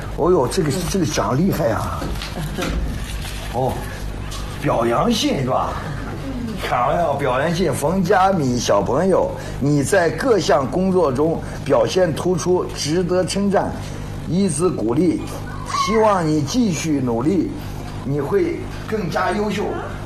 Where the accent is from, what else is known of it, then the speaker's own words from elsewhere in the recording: 123 Regiment, Xinjiang, China; born there; 这个123团是我出生地方，也是我工作和生活的地方。在这里受到可能父辈的影响，受到我父亲啊他们这父辈的影响，从小就喜欢上文学，就喜欢上创作。